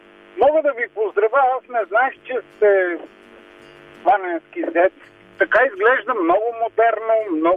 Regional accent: Sofia, Sofia City, Bulgaria; Аз съм софиянец, аз ги живея нещата в София

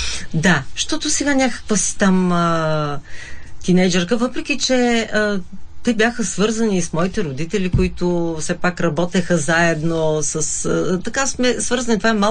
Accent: Levski, Pleven Province, Bulgaria; в моя роден град Левски

